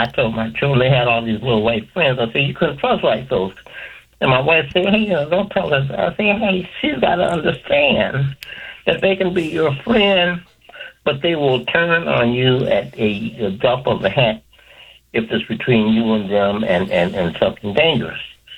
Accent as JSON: {"language": "English", "town": "Chicago", "region": "Illinois", "country": "United States", "tie": "born or raised there", "said": "I'm in Chicago. I was born and raised in Chicago."}